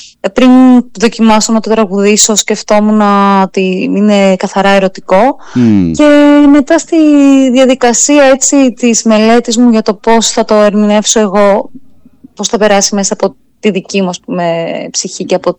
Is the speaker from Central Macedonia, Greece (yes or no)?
yes; Thessaloniki, Central Macedonia, Greece; moved away as an adult; now in Athens, Greece; Γεννήθηκε και μεγάλωσα στη Θεσσαλονίκη, λοιπόν. Ήρθα στην Αθήνα να σπουδάσω θεατρολογία, θεατρικών σπουδών.